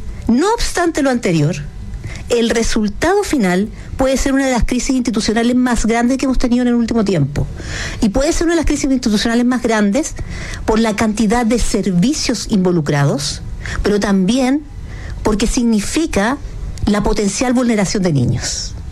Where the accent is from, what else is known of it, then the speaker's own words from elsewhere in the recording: Chile; Yo creo que como chilenos podemos tener miles de desacuerdos políticos, económicos, de formas de estilo, de vida